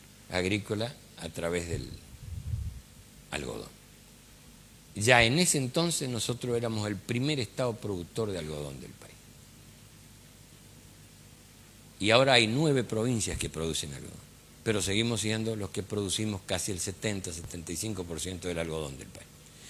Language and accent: Spanish; Chaco, Argentina; yo soy del Chaco.